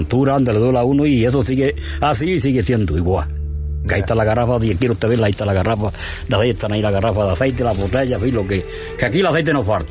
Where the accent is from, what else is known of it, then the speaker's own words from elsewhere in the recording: Andalusia, Spain; born there; porque yo soy de Guato Tantilla también.